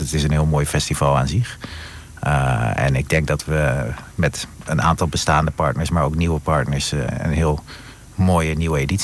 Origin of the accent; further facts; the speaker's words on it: Apeldoorn, Gelderland, Netherlands; born there; Ik ben ook geboren in Apeldoorn, dus ik ben er ook wel vanaf jongs af aan geweest.